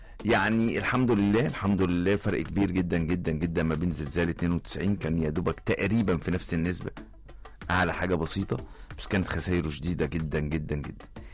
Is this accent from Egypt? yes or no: yes; Egypt; احنا دايما كمصريين